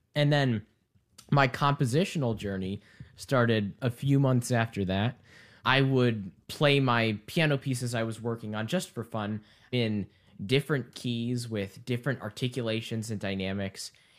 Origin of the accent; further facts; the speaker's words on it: Omaha, Nebraska, United States; right in my home state of Nebraska.